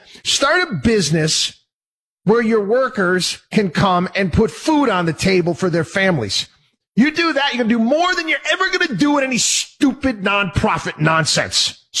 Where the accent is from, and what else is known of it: Albany, New York, United States; born or raised there